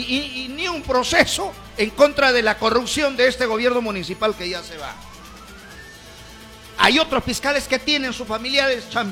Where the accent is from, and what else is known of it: Jaén province, Cajamarca, Peru